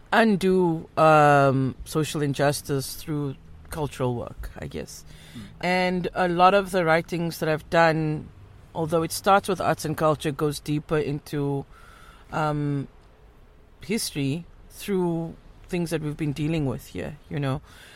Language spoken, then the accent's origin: English; Johannesburg, Gauteng, South Africa; moved away as an adult; now in Cape Town, South Africa; I'm from Johannesburg originally, and for the last 18 years have worked in the Cape